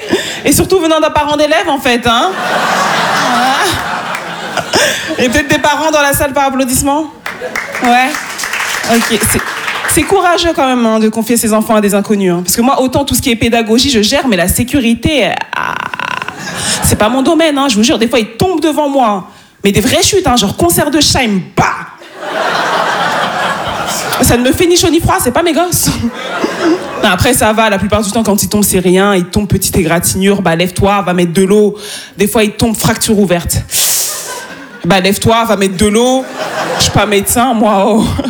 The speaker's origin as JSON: {"language": "French", "region": "Île-de-France", "country": "France", "tie": "born there"}